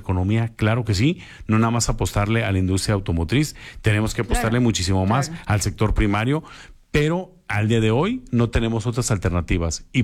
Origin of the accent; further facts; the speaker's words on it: Aguascalientes, Mexico; todos como aguascalentenses y como mexicanos